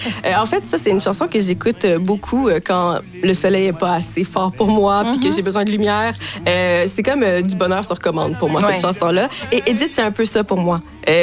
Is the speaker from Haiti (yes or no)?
yes; Haiti; Bien, c'est ça, je suis haïtienne